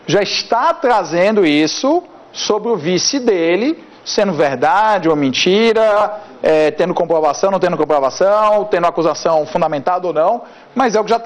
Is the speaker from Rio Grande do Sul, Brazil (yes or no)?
no; Ceará, Brazil; now in São Paulo, Brazil; eu sou cearense